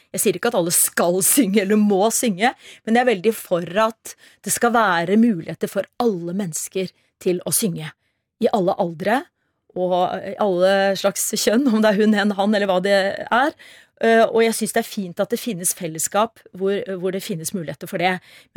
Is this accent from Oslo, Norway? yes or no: yes; Oslo, Norway; jeg vokste opp midt I Oslo Indreby